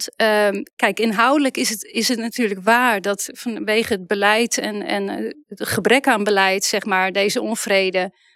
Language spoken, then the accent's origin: Dutch; Netherlands; Ik kom uit Eeldewolde.